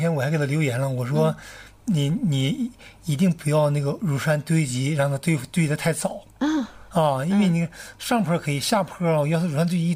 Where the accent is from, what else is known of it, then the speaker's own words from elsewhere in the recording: Dalian, Liaoning, China; 都是我们大连人。